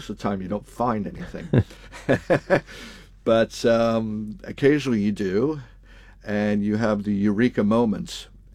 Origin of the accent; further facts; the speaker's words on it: Canada; moved away; I came from Canada, and there's a perception here that everyone in Canada speaks French. Now, I come from the English part of Canada, and you have to be taught French in school